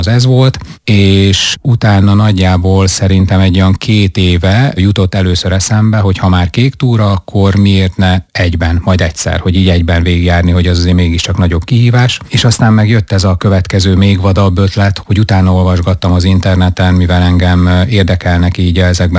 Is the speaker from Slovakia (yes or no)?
no; Vojvodina, Serbia; moved away as an adult; now in Hungary; én határon túl születtem, Vajdaságban, ott is nőttem fel, ott érettségiztem, csak egyetemet kezdtem itt el Magyarországon.